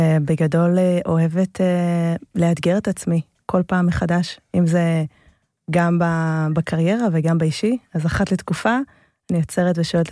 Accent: Bnei Brak, Tel Aviv District, Israel; גדלתי בבני ברק, משפחה חרדית, חוזרת בתשובה, משפחה שנורא אוהבת לימודים

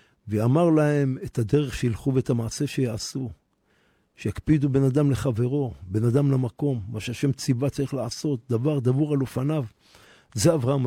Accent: Jerusalem, Jerusalem District, Israel; אני גדלתי בשכונת בוחרים, פה בירושלים

